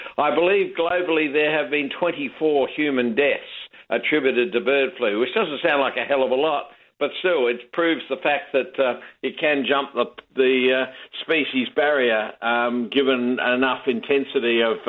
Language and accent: English; South Australia, Australia; now in New South Wales, Australia; That's my home state, of course